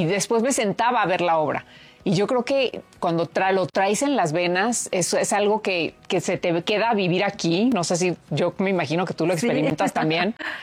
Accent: Mexicali, Baja California, Mexico; also born or lived in Los Angeles; porque yo crecí en Mexicali.

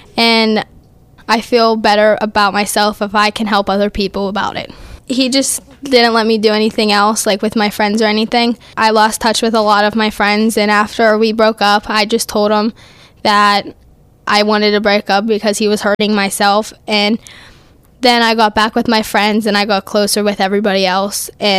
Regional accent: South Allegheny, Pennsylvania, United States; I'm 14, and I'm from South Allegheny.

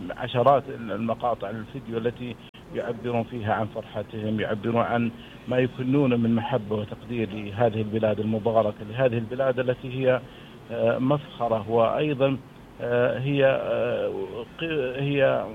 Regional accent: Saudi Arabia; نحن كمواطنين سعوديين

